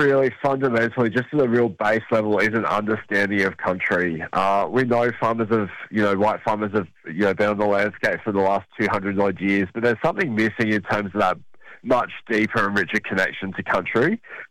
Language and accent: English; Boorowa, New South Wales, Australia; a nice little town called Boorowa down on the southwest slopes of New South Wales. I grew up looking at wheat fields and canola fields as far as I could see and seeing sheep run around every paddock and down the main street once a year.